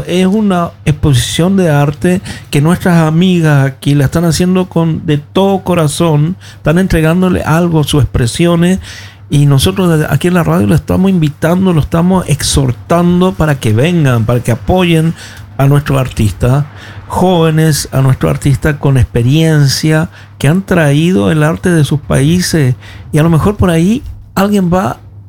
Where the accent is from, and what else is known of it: Chile; moved away